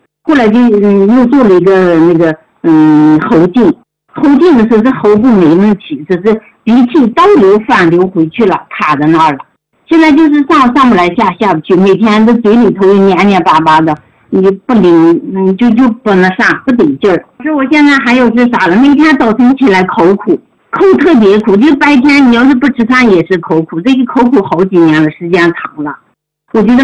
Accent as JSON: {"language": "Chinese", "town": "Yuci", "region": "Shanxi", "country": "China", "tie": "born or raised there", "moved": "as an adult", "lives_now": "Taiyuan, China", "said": "1969年农历8月初4早上卯时5点到7点出生的，出生在那个山西榆次农村。嗯，后来才长大以后才去了太原的。"}